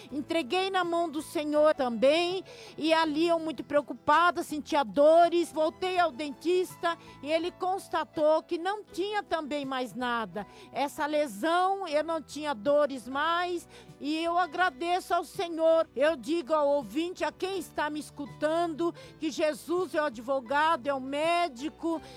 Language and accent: Portuguese; Cotia, São Paulo, Brazil; Eu vim da cidade de Cotia, sou de Cotia